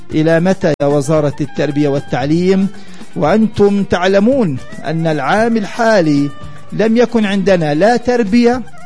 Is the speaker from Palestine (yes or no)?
yes; Palestine; تؤثر علينا كفلسطينيين نعيش على هذه الأرض المباركة